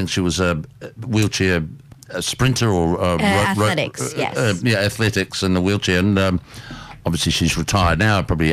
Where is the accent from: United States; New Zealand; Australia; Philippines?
New Zealand; I'm sort of more of a rugby man growing up in New Zealand, but I did play one season of soccer